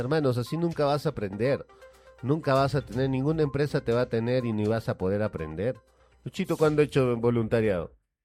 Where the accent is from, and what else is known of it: Peru